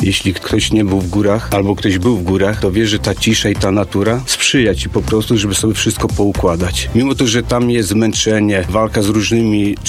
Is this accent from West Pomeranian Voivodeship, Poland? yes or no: yes; Szczecinek, West Pomeranian Voivodeship, Poland; Tak, urodziłem się w Szczecinku, tak więc jestem ze Szczecinka.